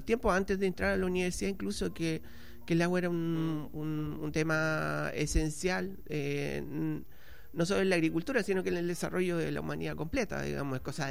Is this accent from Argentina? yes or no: no; Peumo, O'Higgins, Chile; also born or lived in San Vicente de Tagua Tagua; yo soy oriundo de la ciudad de Peumo, en la región de O'Higgins. Estudié en San Vicente de Tahuatahua, en un colegio que se llama Colegio El Salvador.